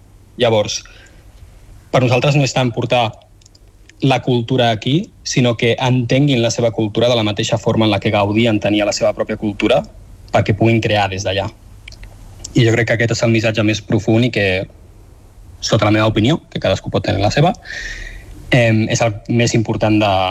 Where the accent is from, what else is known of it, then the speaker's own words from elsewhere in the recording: Barcelona, Catalonia, Spain; moved away as an adult; now in Seoul, South Korea; D'aquí, de Barcelona.